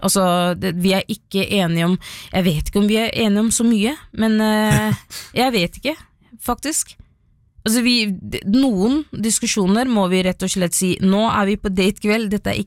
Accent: Somalia; now in Norway; folk vet at jeg er somalier.

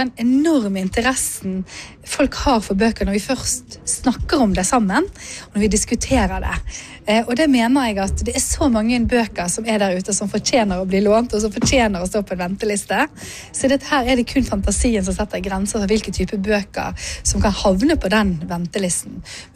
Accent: Western Norway, Norway; Jeg er jo vestlending selv

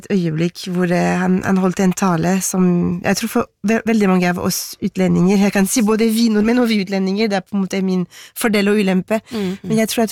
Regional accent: Paris, Île-de-France, France; Norwegian is a second language; now in Norway; Det er ikke sånn jeg trodde det skulle bli da jeg vokste opp i Paris, hvor jeg ble forklart at vi franskmenn 300 år siden, vi drepte kongen vår, vi.

